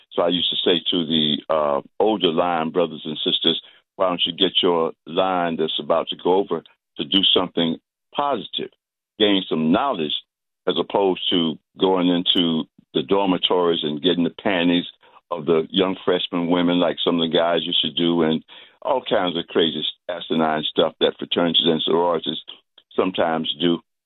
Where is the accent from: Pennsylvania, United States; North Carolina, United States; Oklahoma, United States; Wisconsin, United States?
North Carolina, United States; Durham; also born or lived in Cincinnati, Ohio; So it was quite a time that I grew up in Durham, North Carolina, just a lot going on.